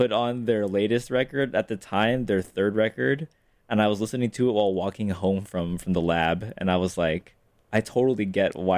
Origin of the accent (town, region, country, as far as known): Hayward, California, United States; born or raised there